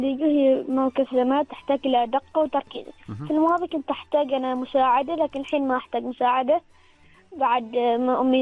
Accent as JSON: {"language": "Arabic", "town": "Nizwa", "region": "Ad Dakhiliyah", "country": "Oman", "said": "ولاية نزوة."}